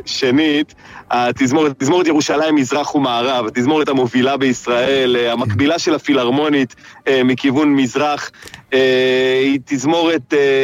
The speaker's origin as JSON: {"language": "Hebrew", "town": "Jerusalem", "region": "Jerusalem District", "country": "Israel", "said": "אנחנו יושבים בתיאטרון ירושלים, ירושלמים גאים."}